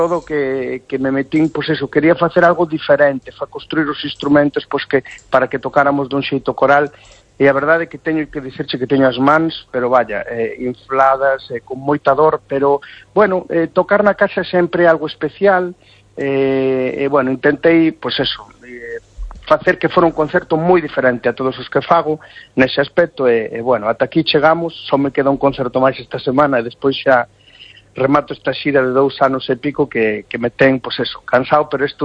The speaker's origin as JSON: {"language": "Galician", "region": "Galicia", "country": "Spain"}